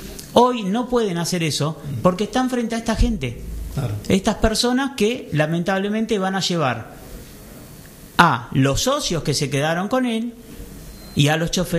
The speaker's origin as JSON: {"language": "Spanish", "town": "San Isidro", "region": "Buenos Aires Province", "country": "Argentina", "moved": "yes", "lives_now": "San Fernando, Argentina", "said": "somos de San Isidro. O sea, mis abuelos, mis padres nacieron en San Isidro. Y que bueno, vivo en San Fernando, vivo en Virreyes"}